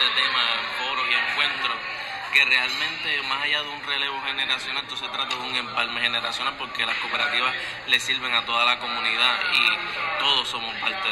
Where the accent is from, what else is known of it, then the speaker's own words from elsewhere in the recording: Naguabo, Puerto Rico; now in Caguas, Puerto Rico; aunque actualmente vivo en Caguas. Soy joven de Nahuabo, estudié toda mi vida en el barrio de Aguao, en el pueblo de Nahuabo, la Escuela Superior